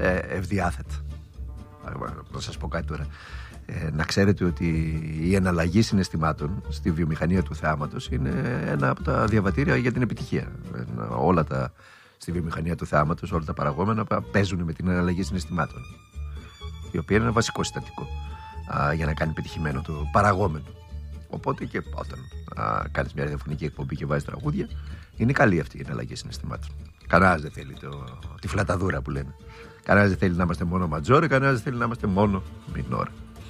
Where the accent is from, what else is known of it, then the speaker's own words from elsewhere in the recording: Greece; εμείς ως Έλληνες πολίτες